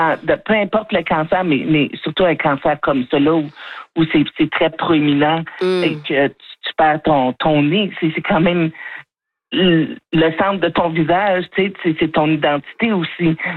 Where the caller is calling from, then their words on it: Edmonton, Alberta, Canada; je suis en Alberta.